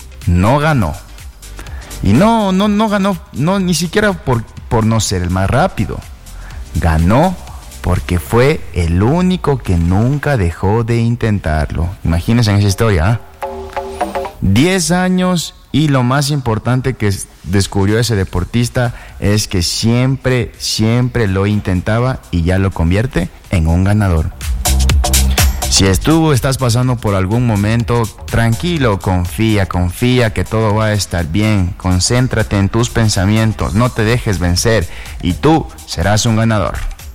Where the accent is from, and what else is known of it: Ecuador